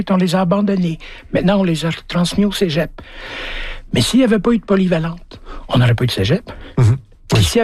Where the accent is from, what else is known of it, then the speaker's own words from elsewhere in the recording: Belgium; also born or lived in Africa; now in Canada; j'ai grandi en Afrique et en Belgique, mais j'ai été éduqué au Québec